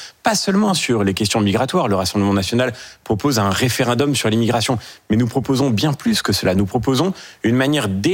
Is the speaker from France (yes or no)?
yes; Pays de la Loire, France; Vous savez, moi, je suis de Loire-Atlantique, ma famille vient de la région nantaise.